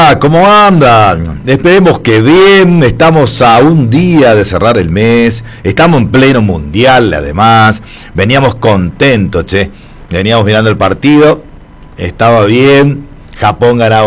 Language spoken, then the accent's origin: Spanish; Argentina; acá estamos los argentinos